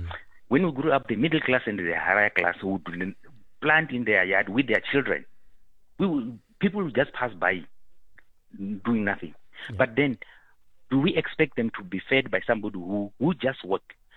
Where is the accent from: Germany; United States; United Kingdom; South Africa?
South Africa; Venda, Limpopo; born there; also born or lived in Soweto / Alexandra; when I grew up in Venda, in the rural areas, when we grew up in Soweto